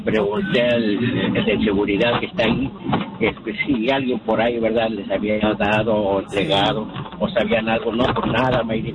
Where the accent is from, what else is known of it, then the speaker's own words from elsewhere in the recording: Nicolás Romero, State of Mexico, Mexico; now in Los Angeles, United States; Bueno, yo pues soy del Estado de México, Nicolás Romero, Estado de México. Tengo 32 años aquí en Los Ángeles.